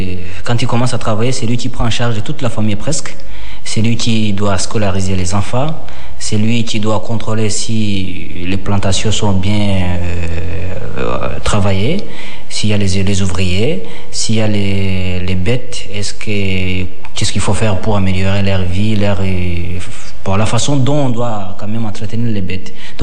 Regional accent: Rwanda; born there; Effectivement, je suis né au Rwanda.

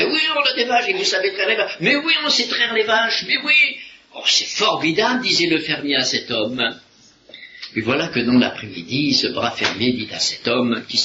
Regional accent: Hauts-de-France, France; Ces deux gars du Nord, vous voyez, je suis du Nord aussi, hein.

